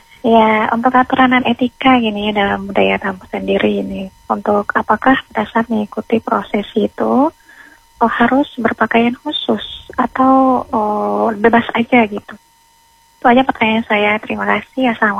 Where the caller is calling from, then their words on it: Maluku, Indonesia; Ya, saya dari Maluku Tengah, Timur Indonesia.